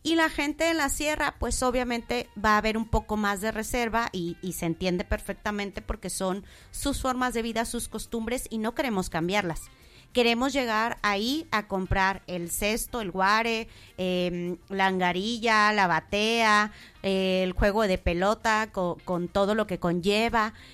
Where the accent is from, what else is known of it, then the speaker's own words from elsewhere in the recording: Camargo, Mexico; como capitalinos, bueno, voy a hablar, yo vivo aquí, pero soy de Camargo